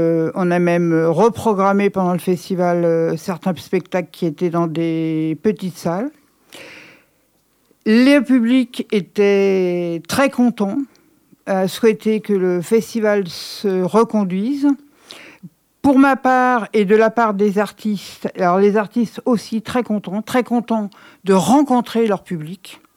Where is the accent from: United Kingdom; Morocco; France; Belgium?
France; Paris, Île-de-France; moved away; je suis parisienne